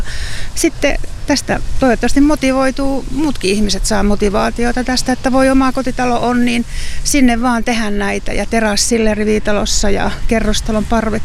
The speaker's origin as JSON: {"language": "Finnish", "town": "Ivalo", "region": "Lapland", "country": "Finland", "tie": "born or raised there", "moved": "yes", "said": "mähän olen Lapista kotoisin, Ivalosta, ja edesmennyt isäni on poromies ollut, metsäsaamelainen"}